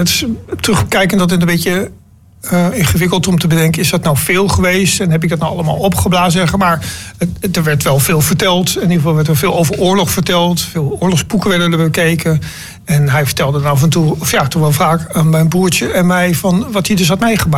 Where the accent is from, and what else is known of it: Stadskanaal, Groningen, Netherlands; born or raised there; also born or lived in Rotterdam